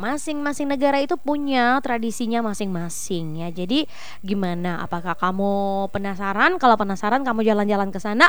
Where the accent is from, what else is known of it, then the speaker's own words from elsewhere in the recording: Atambua, East Nusa Tenggara, Indonesia; Dan kebetulan saya orang Atambua, bukan orang Prancis.